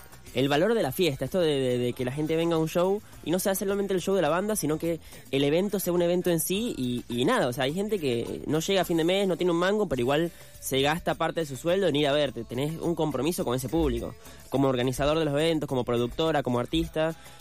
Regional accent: Venezuela; A mí me gusta, a mí en Venezuela, yo vengo de Venezuela, ¿viste?

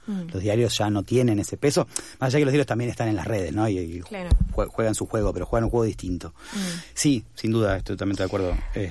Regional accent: Argentina; entré como argentino primero.

